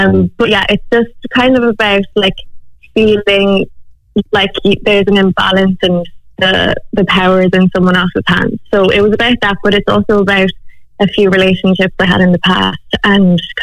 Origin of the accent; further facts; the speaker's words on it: Cork, Munster, Ireland; moved away as an adult; now in Los Angeles, United States; so I live in LA for the past 5 years. I'm from Cork, but I live there with my sister.